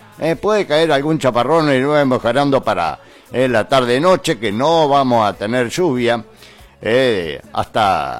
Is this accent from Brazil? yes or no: no; Argentina; Somos argentinos